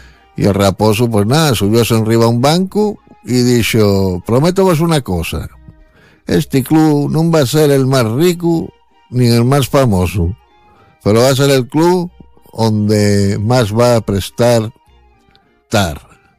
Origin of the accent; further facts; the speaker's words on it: Gijón, Asturias, Spain; porque soy de Sixón